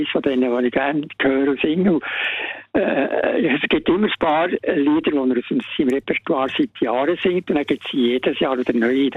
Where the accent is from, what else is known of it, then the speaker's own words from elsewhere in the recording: Bern, Switzerland; Ich bin Berner, bei der Oli.